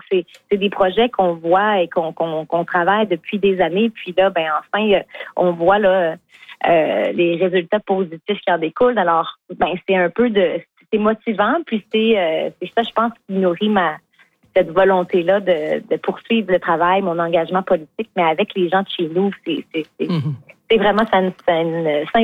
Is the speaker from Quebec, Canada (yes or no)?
yes; Gaspé, Quebec, Canada; Pour moi, c'est là où tout a commencé aussi. C'est ma région natale.